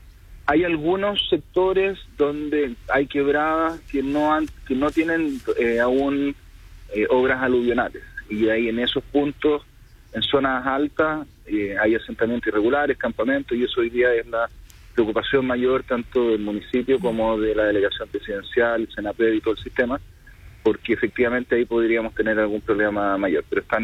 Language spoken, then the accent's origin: Spanish; Antofagasta, Chile; y como somos los antofagastinos, cuando llueve nos preocupamos del techo